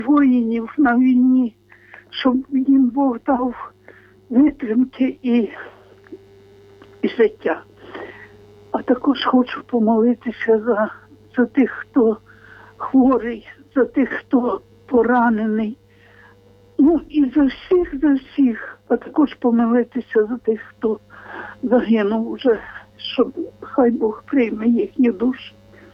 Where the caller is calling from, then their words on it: Lviv Oblast, Ukraine; Я з Львівської області.